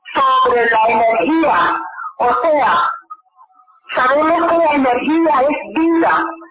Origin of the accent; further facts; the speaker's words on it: Denmark; Spanish is a second language; soy de Dinamarca, estoy de paso por Colombia